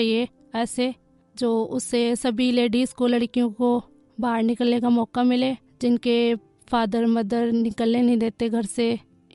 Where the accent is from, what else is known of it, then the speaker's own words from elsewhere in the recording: Agra, Uttar Pradesh, India; मैं आगरा से बिलोंग करती हूँ।